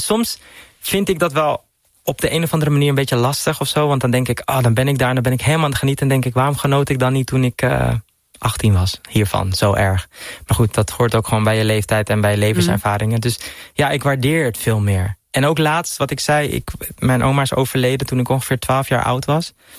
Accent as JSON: {"language": "Dutch", "country": "Netherlands", "also_born_or_lived": "Dominican Republic", "said": "Als ik daar ben, denk ik, ik ben echt een Nederlander."}